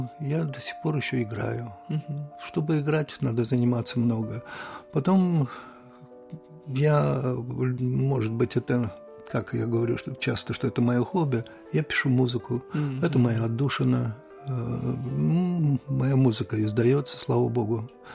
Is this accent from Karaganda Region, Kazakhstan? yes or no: yes; Karaganda, Karaganda Region, Kazakhstan; born there; Если говорить вот о том, как я родился в Караганде, конечно, я не помню день своего рождения